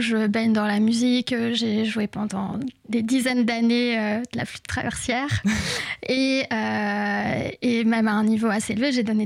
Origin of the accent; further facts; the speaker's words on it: Tours, Centre-Val de Loire, France; moved away as an adult; now in Paris, France; je viens de Tours, donc les boîtes, c'était les boîtes de province